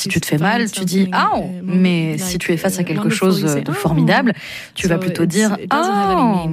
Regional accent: Mozambique; moved away; c'est parce que j'ai grandi au Mozambique que je parle portugais.

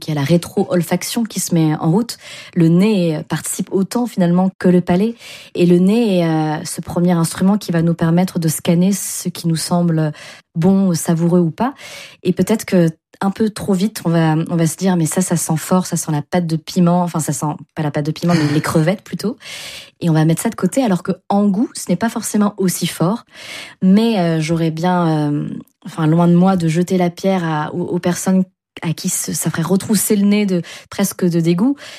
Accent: France; born there

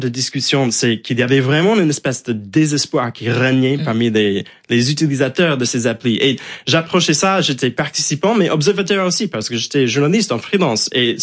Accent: United States; Comme j'ai grandi aux États-Unis et que la bourse occupe une place un peu plus importante dans la vie et dans la société, j'ai grandi avec un peu plus d'informations sur la bourse et comment ça fonctionnait.

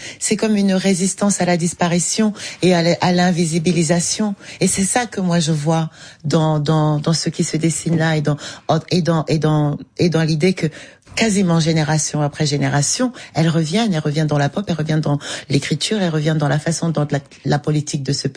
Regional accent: Cameroon; Je suis née, j'ai grandi au Cameroun, j'ai fait toutes mes études là.

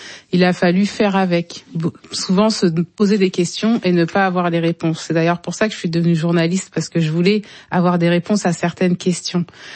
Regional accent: Canteleu, Normandy, France; born there; on est né en France et qu'on est français et qu'on nous demande tout le temps tu viens d'où et que on répond de Normandie

